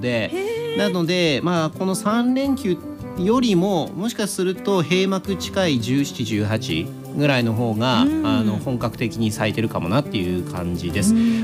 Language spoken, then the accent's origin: Japanese; Toyama, Japan; 私の出身地でございます富山県でのイベント情報などご紹介していきたいと思います